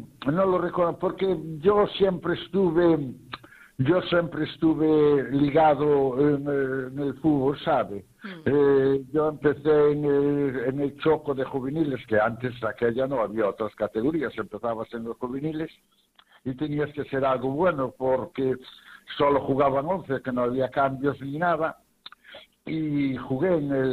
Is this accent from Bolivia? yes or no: no; Redondela, Galicia, Spain; como soy un amante de mi pueblo, y sabes que Redondela hay muchas actividades lúdicas y de cultura y de todo eso.